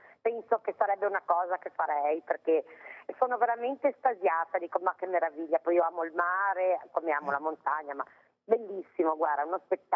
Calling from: Genoa, Liguria, Italy; noi siamo di Pra

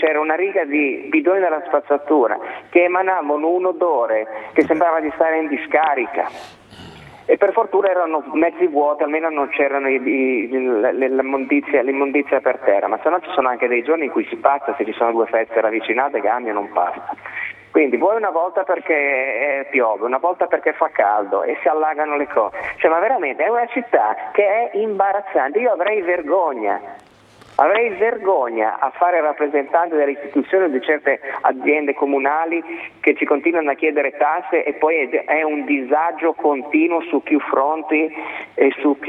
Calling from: Genoa, Liguria, Italy; da Genova.

